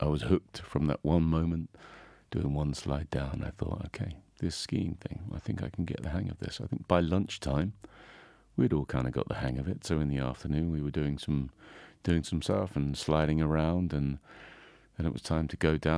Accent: England, United Kingdom; now in Zell am See, Austria; I'm actually from England. I'm a ski instructor in Zellamzee in Salzburgerland.

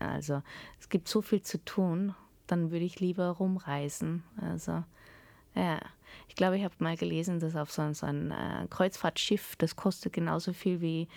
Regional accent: Port Harcourt, Nigeria; also born or lived in Lagos; Und dann haben sie gefragt, wo ich aufgewachsen bin. Habe ich gesagt, eben Port Harcourt, Lagos und so weiter.

